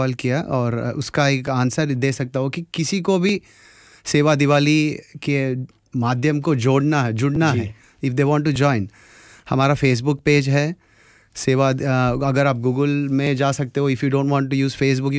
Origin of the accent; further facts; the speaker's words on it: South India, India; Hindi is a second language; Obviously apologies for my Hindi as well, क्योंकि आपको सबको पता है कि मैं साउथ से बिलोंग करता हूँ.